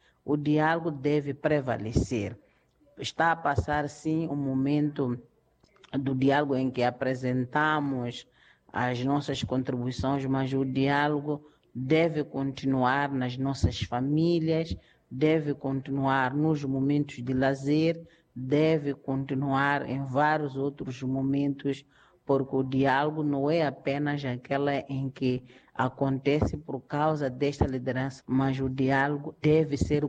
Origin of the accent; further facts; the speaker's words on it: Mozambique; Nós, como moçambicanos